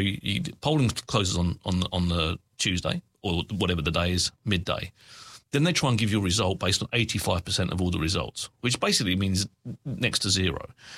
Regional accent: United Kingdom; I spend all day drinking tea because I'm British.

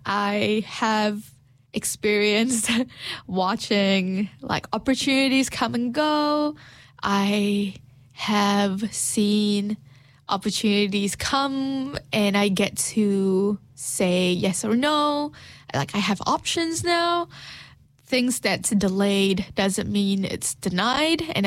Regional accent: Malaysia; born or raised there; moved away as an adult; now in New Zealand

